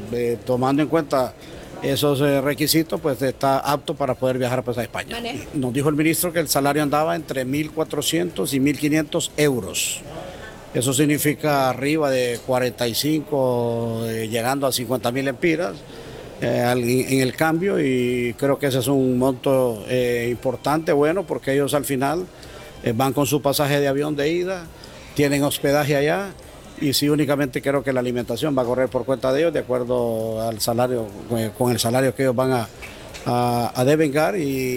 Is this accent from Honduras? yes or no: yes; Honduras